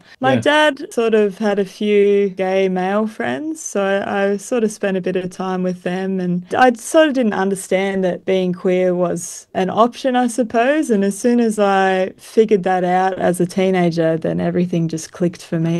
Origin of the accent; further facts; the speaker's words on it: Grafton, New South Wales, Australia; I grew up just outside of Grafton.